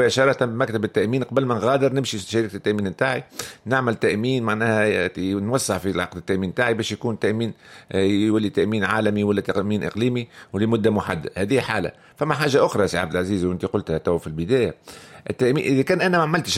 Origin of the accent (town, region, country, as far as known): Tunisia